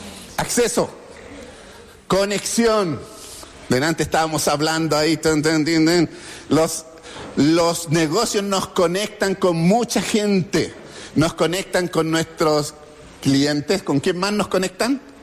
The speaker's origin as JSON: {"language": "Spanish", "country": "Chile", "moved": "as an adult", "lives_now": "India", "said": "Tenemos nacionalidad española, aparte de la chilena, tenemos nacionalidad española."}